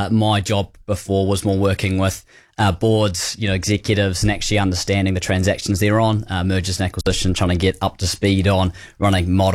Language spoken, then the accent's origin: English; New Zealand; but I'm definitely a Kiwi from top to bottom, so no Australian blood in me.